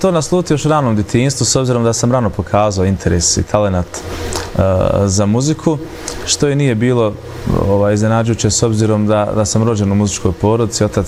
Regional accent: Mulići, Federation of Bosnia and Herzegovina, Bosnia & Herzegovina; Bitno navesti to da dolazim iz Mulića, mjesta gdje mjesto koje je rasadnik talenata, mogu tako da kažem

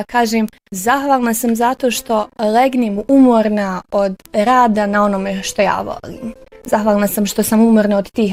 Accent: Sarajevo, Federation of Bosnia and Herzegovina, Bosnia & Herzegovina; Ja sam rođena u Sarajevu, imala sam tu privilegiju

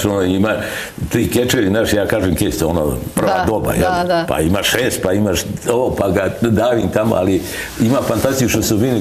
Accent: Tuzla, Federation of Bosnia and Herzegovina, Bosnia & Herzegovina; moved away; Iz Tuzle sam otišao potpuno slučajno

